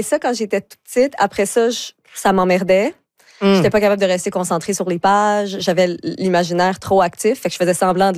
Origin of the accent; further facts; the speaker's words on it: Deux-Montagnes, Quebec, Canada; moved away; quand je dis que je viens de Deux-Montagnes